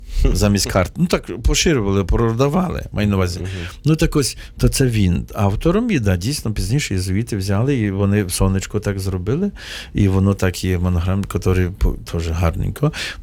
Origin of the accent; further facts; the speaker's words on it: Podillia, Ukraine; ми з Поділля. Вже ми з братом Максимом. Угу. Тобто це вже розказується, ми з побожної частини України.